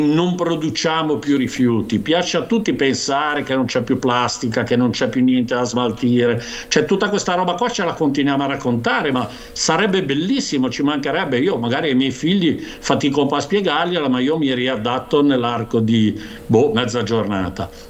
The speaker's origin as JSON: {"language": "Italian", "town": "Torriglia", "region": "Liguria", "country": "Italy", "tie": "born or raised there", "said": "io ho 58 anni, quando ero ragazzino a Toriglia andavo a comprare il latte con la bottiglia"}